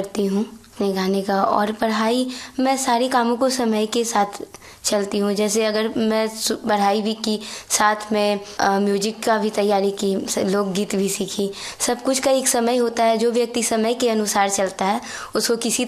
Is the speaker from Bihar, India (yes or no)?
yes; Patna, Bihar, India; मैं पटना सिटी की रहने वाली हूँ।